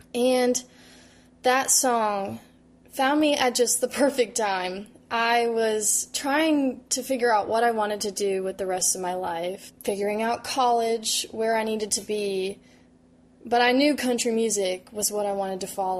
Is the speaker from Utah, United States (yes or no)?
no; Indiana, United States; moved away as an adult; now in Nashville, United States; I knew I needed to leave my hometown of Northwest Indiana to pursue my dreams down in Nashville.